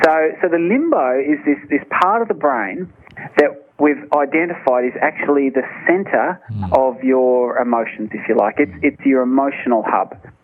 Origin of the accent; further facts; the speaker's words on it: Australia; Now, I, being an Australian, we have a habit of, it excuses many ills, that one line, being an Australian.